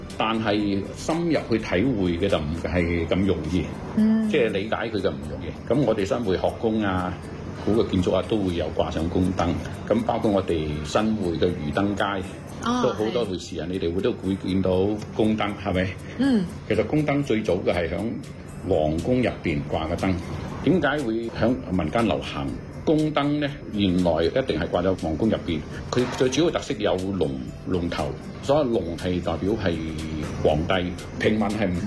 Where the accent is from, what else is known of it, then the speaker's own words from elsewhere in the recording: Guangdong, China; 我哋廣東四邑嘅文化